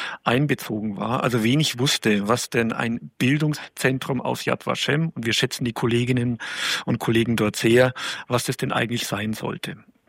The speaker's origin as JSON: {"language": "German", "region": "Bavaria", "country": "Germany", "said": "Ich als Oberpfälzer"}